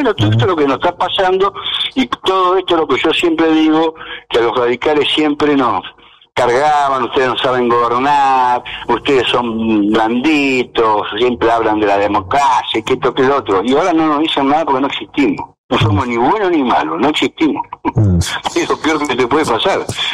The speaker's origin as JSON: {"language": "Spanish", "region": "Entre Ríos", "country": "Argentina", "said": "Eso somos los entrerrianos y eso somos los radicales en Entre Ríos."}